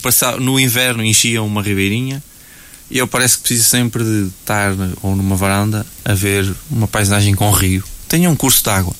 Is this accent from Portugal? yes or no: yes; Cinfães, Norte, Portugal; moved away as an adult; also born or lived in Santarém; gosto muito da minha terra, pronto, acho que como quase todos nós, até porque vivo lá e acabei por voltar